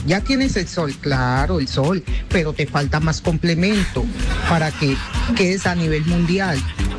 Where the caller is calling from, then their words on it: Colombia; como buena colombiana que soy